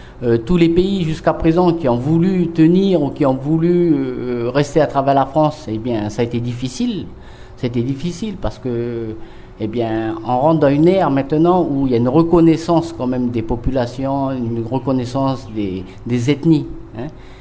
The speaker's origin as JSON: {"language": "French", "country": "New Caledonia", "tie": "born or raised there", "said": "mes grands-parents sont arrivés, mes parents sont nés en Nouvelle-Calédonie. Moi, je suis né en Nouvelle-Calédonie."}